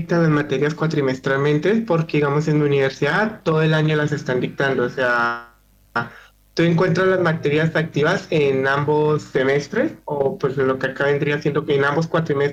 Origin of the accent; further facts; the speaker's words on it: Sogamoso, Boyacá, Colombia; moved away as an adult; now in Concordia, Argentina; Yo vengo de, pues, como su madre ya lo mencionó, del país de Colombia, más específicamente del departamento de Boyacá, de la ciudad de Sogamoso.